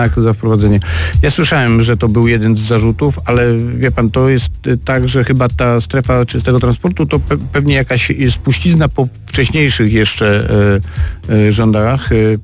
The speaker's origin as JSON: {"language": "Polish", "region": "Świętokrzyskie Voivodeship", "country": "Poland", "said": "Ja pochodzę ze Świętokrzyskiego, po sąsiedzku, też niedużego miasta"}